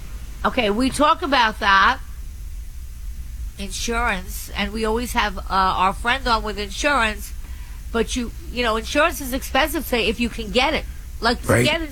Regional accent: Long Island, New York, United States; I'm from Long Island. The taxes are astronomical.

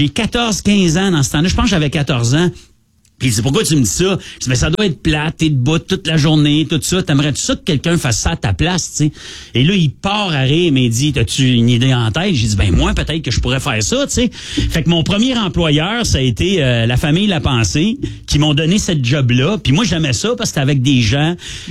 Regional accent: Plantagenet, Ontario, Canada; Maintenant, ça s'appelle la Binerie Plantagenet dans mon coin de pays.

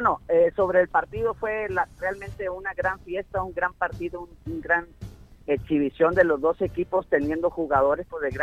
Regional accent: Nayarit, Mexico; somos exprofesionales de Nayarit

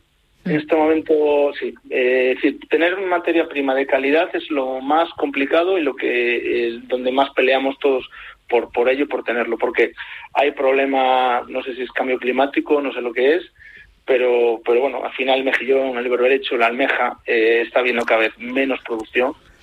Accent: Noia, Galicia, Spain; soy de Noya, por eso tengo que presumir también del pueblo.

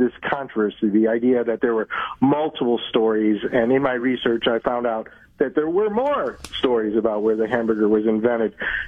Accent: Buffalo, New York, United States; I was born in Buffalo, New York

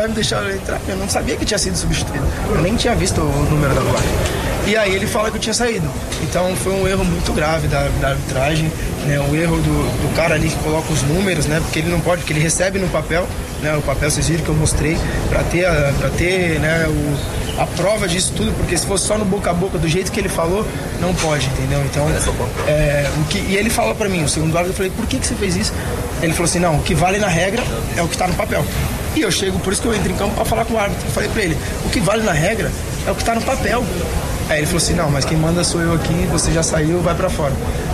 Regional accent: Brazil; Cara, eu sou brasileiro como você também é, né?

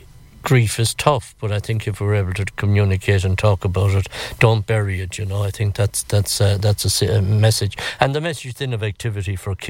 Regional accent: Ireland; born there; moved away; also born or lived in Dublin; There's a good story about leaving Ballyhonus. I wasn't supposed to live when I was born in the Old Coombe in Dublin.

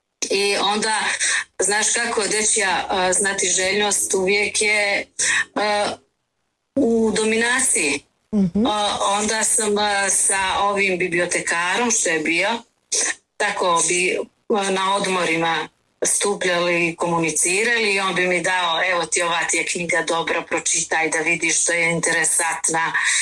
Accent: Prilep, North Macedonia; inače dolazim iz Prilepa. To je mali gradić u Makedoniji, u južnozapadnom dijelu.

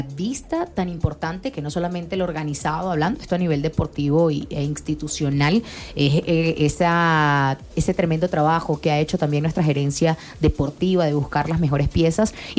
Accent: Venezuela; now in Mexico; yo soy venezolana, pero ya estoy bien adoptada en México

